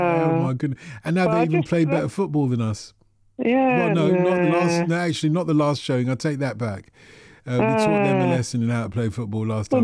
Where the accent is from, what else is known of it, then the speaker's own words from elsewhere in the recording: London, United Kingdom; when I grew up in North London, in the sort of like part of North London that was Little Cyprus